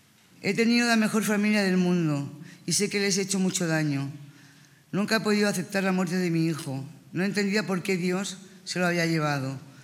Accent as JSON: {"language": "Spanish", "town": "Barcelona", "region": "Catalonia", "country": "Spain"}